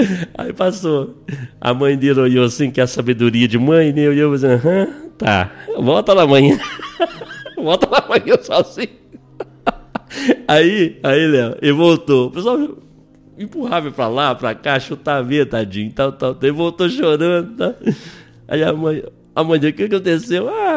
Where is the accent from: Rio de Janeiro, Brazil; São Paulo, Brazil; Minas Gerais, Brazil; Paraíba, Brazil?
Minas Gerais, Brazil; Santo Antônio do Monte; born there; de Santo Antônio do Monte, minha terra, nasci lá. Fui batizado na igreja de Santo Antônio.